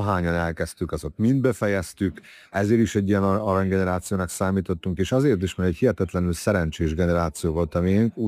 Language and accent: Hungarian; Subotica, Vojvodina, Serbia; Furcsa világban nőttem fel, hogy a Szabadkán volt egy úgynevezett híres Risztics korszak, amikor egy Gyübüse Risztics nevű rendező tartózkodott itt Szabadkán